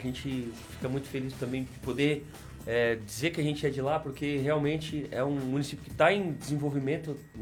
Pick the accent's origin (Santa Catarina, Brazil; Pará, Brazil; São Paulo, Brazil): Santa Catarina, Brazil; Balneário Rincão; Balneário Rincão, a gente é do Rincão